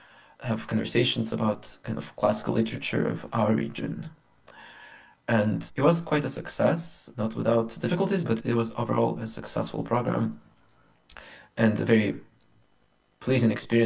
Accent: Belarus; I grew up in Belarus, which is squeezed in between Russia and Ukraine, west of Russia, and mostly there I spent my kind of formative years.

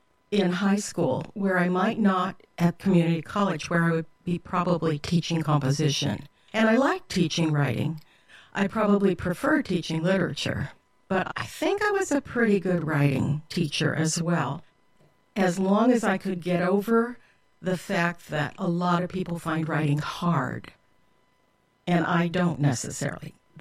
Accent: San Diego, California, United States; born or raised there; also born or lived in Midwest

